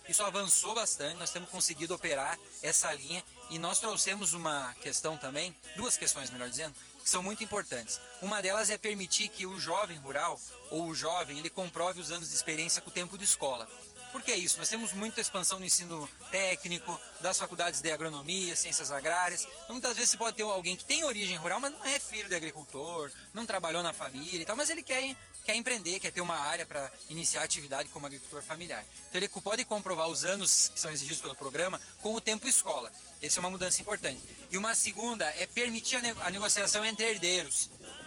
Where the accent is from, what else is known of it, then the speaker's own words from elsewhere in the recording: Santa Catarina, Brazil; also born or lived in Lages; Como você falou, sou de Santa Catarina, sou do meio oeste de Santa Catarina, mas fiz minha vida, faculdade de agronomia e tudo mais em Lages, na Serra de Santa Catarina.